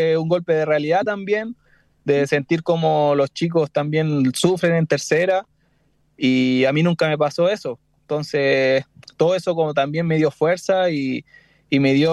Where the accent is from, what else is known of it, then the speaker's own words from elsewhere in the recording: Chile; born there; quedarme 4 meses en Chile, en el club de acá de mi ciudad, de mi pueblo